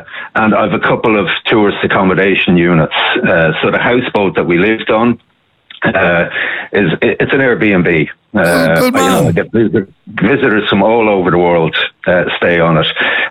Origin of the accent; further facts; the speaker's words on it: Naas, Kildare, Ireland; I grew up in Naas in Kildare